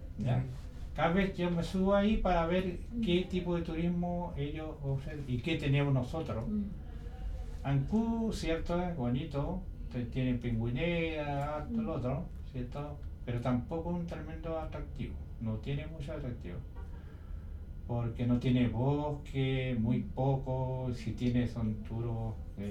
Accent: Dominican Republic; yo creo que de a poco nosotros como dominicanos

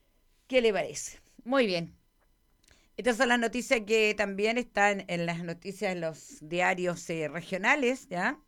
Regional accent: Melinca, Aysén, Chile; somos todos de Melinca y todos nos conocemos

